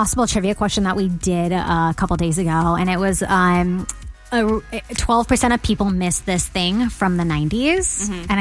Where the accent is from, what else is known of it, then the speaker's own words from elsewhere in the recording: Dallas, Texas, United States; I grew up in Dallas.